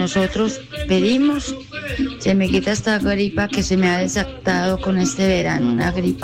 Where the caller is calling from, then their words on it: Armenia, Quindío, Colombia; acá de Armenia